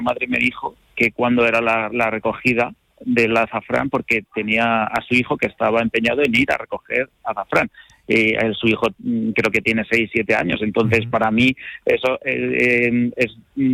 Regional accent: Motilla del Palancar, Castilla-La Mancha, Spain; yo, como motillano, como conquense y como castellano manchego

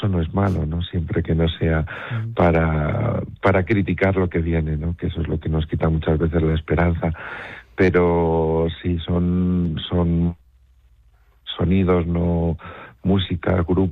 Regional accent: Guadalajara, Castilla-La Mancha, Spain; voy a hacer un recorrido por mi relación con la ciudad desde cuando era niño, ¿no?, hasta la actualidad. Desde luego lo voy a enfocar de una forma cercana, ¿no?, a los que bueno, pues hemos compartido tantas vivencias en Guadalajara

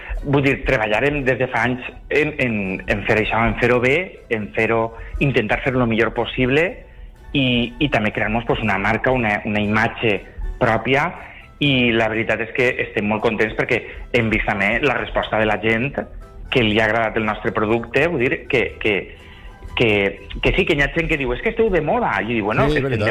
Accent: Meliana, Valencian Community, Spain; Jo vivia a Meliana, soc de Meliana, com saps

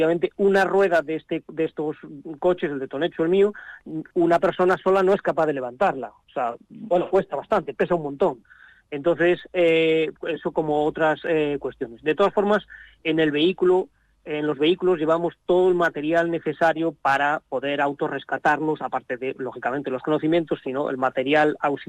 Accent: A Coruña, Galicia, Spain; somos de Coruña y empezamos pues la cosa en Coruña

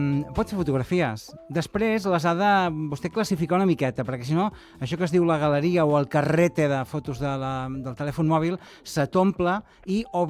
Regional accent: Catalonia, Spain; això passa a la meva comarca, al Berguedà

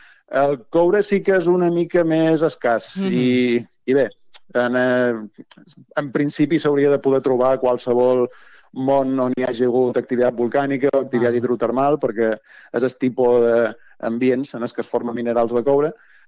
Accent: Balearic Islands, Spain; Jo som de Balears, així que més o menys...

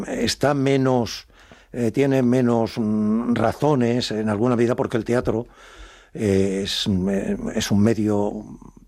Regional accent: Extremadura, Spain; qué mal hablamos los extremeños. No, no, no, no, no, no. Extremeños hablamos con un acento como tienen los andaluces o como tienen los asturianos o como tienen los gallegos.

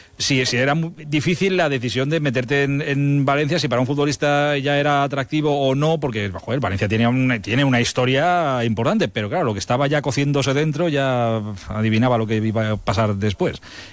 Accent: Brazil; Spanish is a second language; moved away as an adult; also born or lived in Italy; Sí, salí de Brasil.

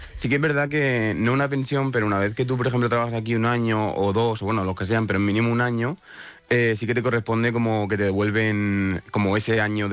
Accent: Bigastro, Valencian Community, Spain; Sí, yo soy de Bigastro.

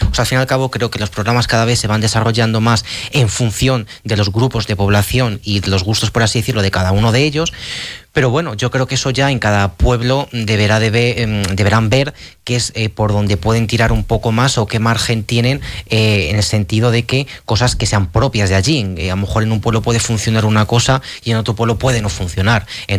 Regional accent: Fuentes de Oñoro, Castile and León, Spain; Yo me quedaría con las de Fuentes de Oñoro, ya no por ser de allí, sino porque creo que además el ambiente es muy diferente al del resto, porque estás en una zona de que viene también gente de Portugal

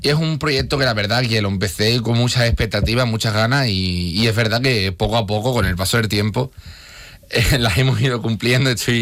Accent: Spain; Yo soy de San José Obrero desde pequeño. Ajá. Toda la vida allí.

